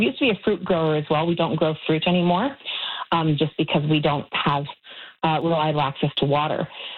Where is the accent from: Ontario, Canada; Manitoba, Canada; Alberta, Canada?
Alberta, Canada; Calgary; now in Moose Jaw, Canada; I'm not from Saskatchewan myself. I was raised primarily in Calgary, so kind of, you know, a big city environment. And I love living in the country.